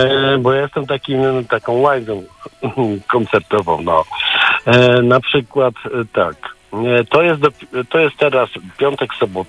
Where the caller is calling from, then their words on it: Lesser Poland, Poland; I dzwonię z Małopolski, z okolic Krakowa.